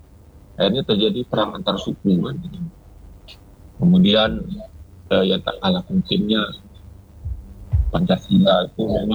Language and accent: Indonesian; North Sumatra, Indonesia; Dia tak tahu kalau saya orang Batak. Orang Batak itu kalau gitu.